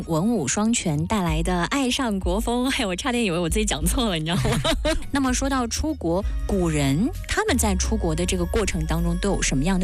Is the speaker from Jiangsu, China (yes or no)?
yes; Zhenjiang, Jiangsu, China; 我的家乡镇江